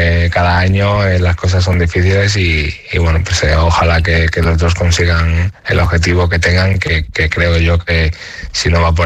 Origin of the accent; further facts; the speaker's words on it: Málaga, Andalusia, Spain; Sí, bueno, eso es un sueño para todos los que somos malagueños y hemos empezado aquí en el club